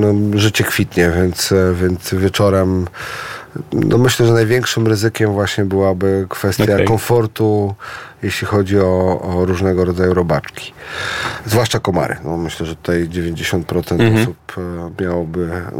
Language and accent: Polish; Warmian-Masurian Voivodeship, Poland